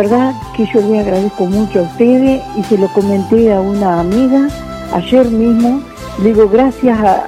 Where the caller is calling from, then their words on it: Mercedes, Soriano, Uruguay; Yo de Mercedes.